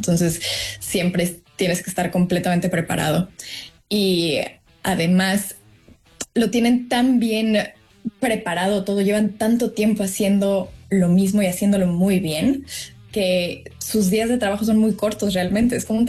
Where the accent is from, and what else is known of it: Mexico